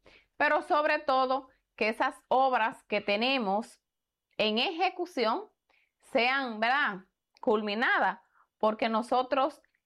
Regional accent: Dominican Republic; nosotros como dominicanos debemos sentirnos orgullosos

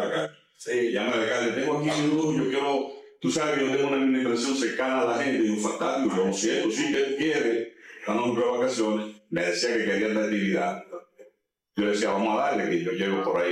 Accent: Mao, Valverde, Dominican Republic; este es mi pueblo. Soy maeño

